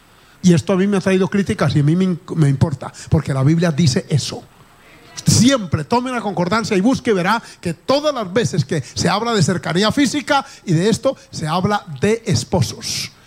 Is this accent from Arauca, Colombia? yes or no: yes; Arauca, Colombia; yo vengo de Arauca, yo venía bendecido con una platica